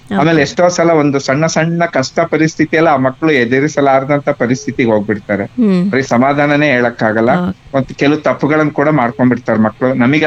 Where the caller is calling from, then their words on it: Shivamogga, Karnataka, India; Vidyanagar, Shivamogga.